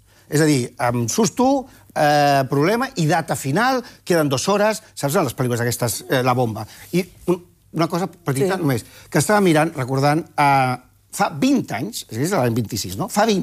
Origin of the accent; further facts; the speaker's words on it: Barcelona, Catalonia, Spain; a Barcelona, perquè soc de Barcelona